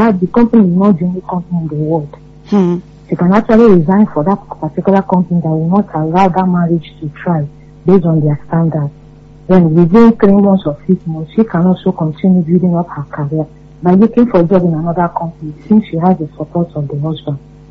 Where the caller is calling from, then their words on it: Ibadan, Oyo, Nigeria; I'm calling from Apata.